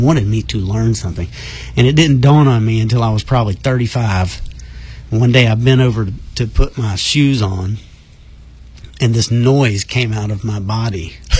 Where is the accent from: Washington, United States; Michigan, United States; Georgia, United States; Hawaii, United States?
Georgia, United States; We were raised in South Georgia, so you got gumbo swamps and alligators and snakes and all that stuff on, down there on the Ottumwa River.